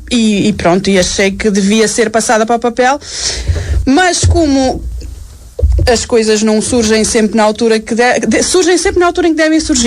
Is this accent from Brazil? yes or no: no; Selim, Portugal; Em Selim, a minha terra.